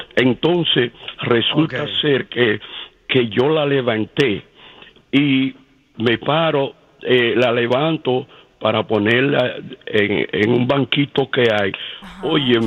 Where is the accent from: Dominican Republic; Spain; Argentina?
Dominican Republic; Santo Domingo, Distrito Nacional; Sencillamente del San Carlos, de la capital.